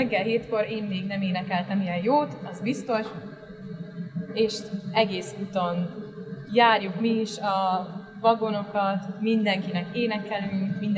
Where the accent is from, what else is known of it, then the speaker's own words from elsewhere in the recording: Sălaj, Romania; moved away; Szilágyságból származom